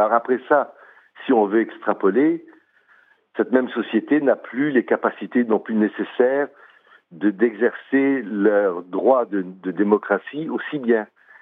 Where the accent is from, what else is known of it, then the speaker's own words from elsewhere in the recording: Quebec, Canada; chez nous au Québec